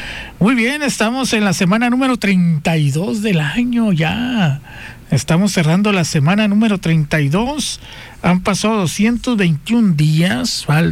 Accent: Guaymas, Sonora, Mexico; now in Hermosillo, Mexico; Yo cuando me vine a estudiar aquí a Hermosillo, hace algunos años ya, en el 95, yo me vine solo de Guaymas, solo me vine, me inscribí

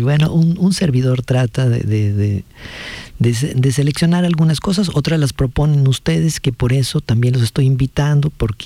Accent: Mexico; para nosotros, sí, como mexicanos

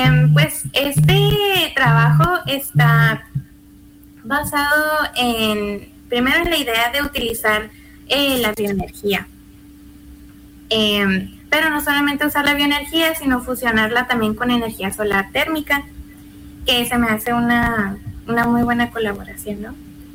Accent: Ciudad Juárez, Chihuahua, Mexico; Yo soy de Ciudad Juárez.

